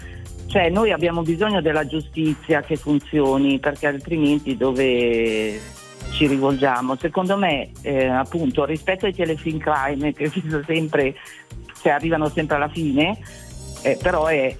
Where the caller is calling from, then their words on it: Novara, Piedmont, Italy; Da Novara.